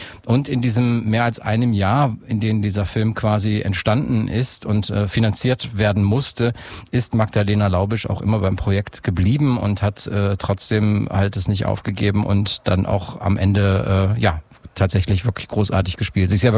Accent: Aachen, North Rhine-Westphalia, Germany; Also in Aachen spricht man auch so, deswegen kenne ich das ganz gut, da bin ich aufgewachsen tatsächlich in der Ecke.

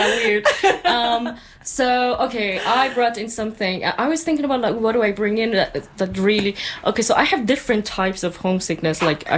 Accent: Ahvaz, Khuzestan, Iran; I'm from Ahvaz, and that is in South Iran, and it's very much influenced by coastal Iranians

